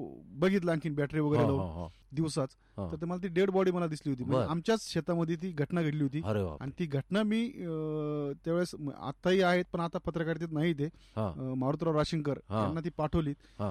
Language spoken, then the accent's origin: Marathi; Gonegaon, Maharashtra, India; also born or lived in Pachegaon / Shrirampur; माझं बालपण एक खेडेगावातलं नेवासा तालुक्यात गोनेगाव म्हणून आहेत.